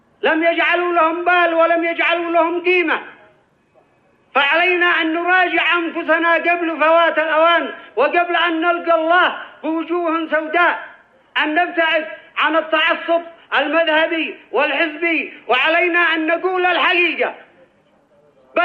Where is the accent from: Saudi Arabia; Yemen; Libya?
Yemen